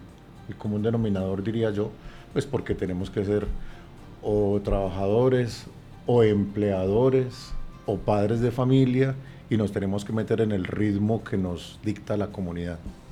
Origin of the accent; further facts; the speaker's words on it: Manizales, Caldas, Colombia; moved away as an adult; now in Santuario, Colombia; antes de yo venir a Antioquia estaba en Manizales, mi tierra natal, y allá era guía montañista del Parque Los Nevados.